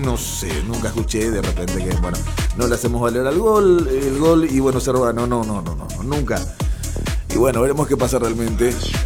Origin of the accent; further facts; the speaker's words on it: Paraguay; Como buenos paraguayos que somos